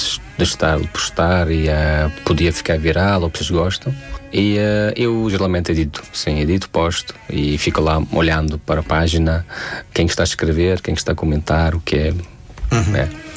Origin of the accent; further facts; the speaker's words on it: Tajikistan; já várias vezes expliquei que sou do Tajiquistão